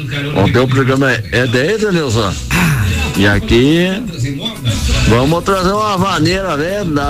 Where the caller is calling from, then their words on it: Curitiba, Paraná, Brazil; Eu sou de Curitiba lá